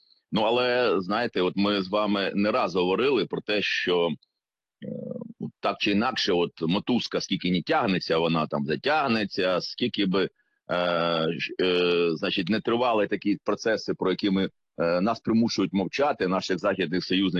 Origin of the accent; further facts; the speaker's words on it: Mykolaiv Oblast, Ukraine; моєї рідної Миколаївщини